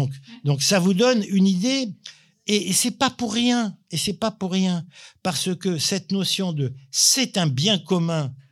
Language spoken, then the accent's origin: French; Rabat, Rabat-Salé-Kénitra, Morocco; Moi, je suis né au Maroc, à Rabat. Bon, j'ai habité plusieurs quartiers. Et à Rabat, on avait un quartier qui s'appelait Lagdal.